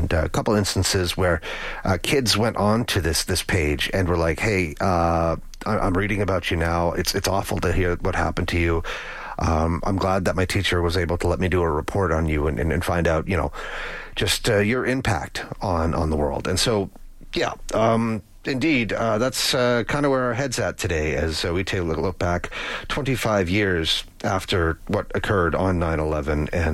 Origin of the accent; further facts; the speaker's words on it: Lloydminster, Alberta, Canada; 24 Canadians died that day, including some Albertans, most famously, I remember, in my hometown where I graduated high school, with Lloydminster.